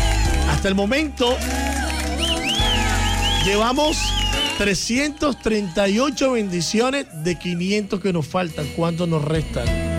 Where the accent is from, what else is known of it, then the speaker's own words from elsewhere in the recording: Barranquilla, Atlántico, Colombia; La calle de mi tierra, Barranquilla.